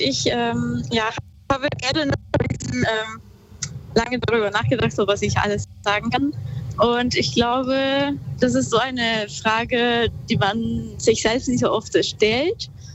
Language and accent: German; north, Peru; komme ursprünglich aus Peru. Ich bin im Norden von Peru aufgewachsen und da gab es sehr viel Natur